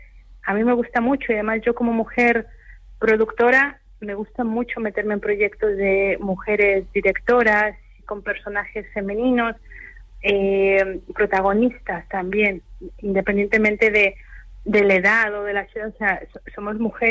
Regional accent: Mexico; Yo soy mexicana

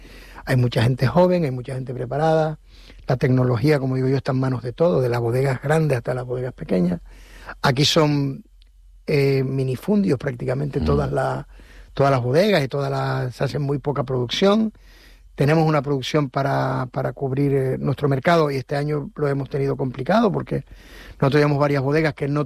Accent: Canary Islands, Spain; born there; mis padres son gomeros y procedemos a La Gomera, pero yo nací en Tenerife.

